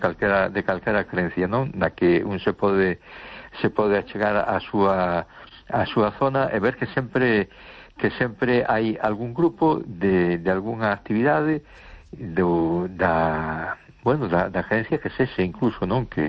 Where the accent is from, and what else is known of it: A Coruña, Galicia, Spain